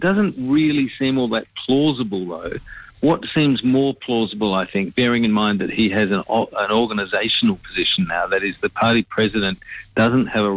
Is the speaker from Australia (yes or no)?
yes; South Australia, Australia; I know, because I'm originally from South Australia, and the guy's name is John Olson, a former Liberal premier in that state.